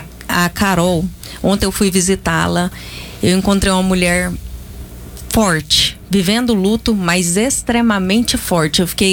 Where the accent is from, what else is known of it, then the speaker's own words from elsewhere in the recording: Anápolis, Goiás, Brazil; nós, eleitores anapolinos